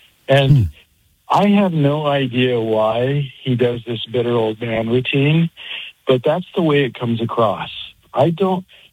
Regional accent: Colorado, United States; born there; I've been a Republican. I was born in Colorado.

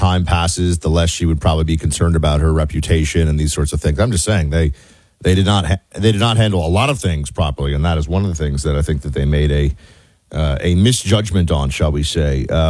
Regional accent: New York City, New York, United States; I grew up in New York City, but I got to college and I was like, what is that thing?

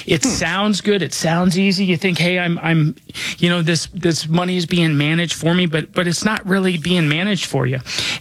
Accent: Denver, Colorado, United States; I was born and raised here in Denver. You know, I'm not just licensed here.

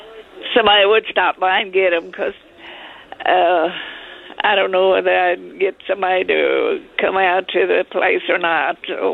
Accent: Schulenburg, Texas, United States; also born or lived in Freiburg

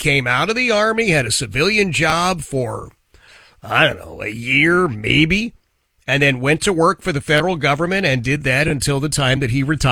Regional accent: Philadelphia, Pennsylvania, United States; As I was growing up in Philadelphia, Oxford Circle, in the 1970s and 80s, we were the lunch bucket crowd, right?

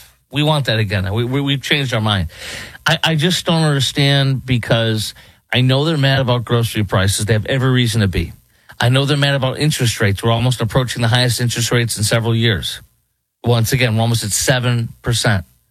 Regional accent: Michigan, United States; we're from Michigan while Jesse's in New York City.

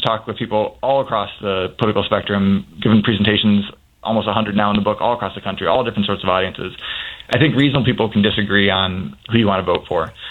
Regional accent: Minneapolis, Minnesota, United States; from Minneapolis, my hometown

